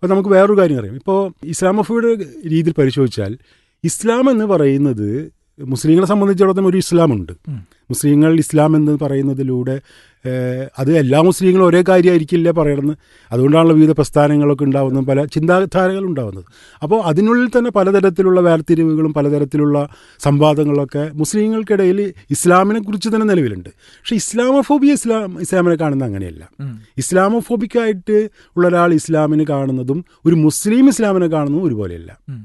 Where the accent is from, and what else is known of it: Kerala, India